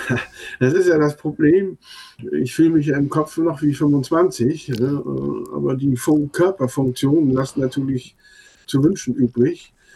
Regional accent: Northern Germany, Germany; accent: Plattdeutsch; first language Low German; German is a second language; Also, Plattdeutsch ist eigentlich meine Muttersprache

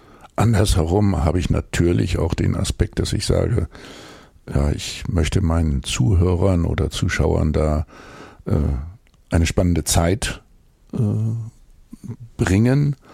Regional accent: Hamburg, Germany; als Hamburger

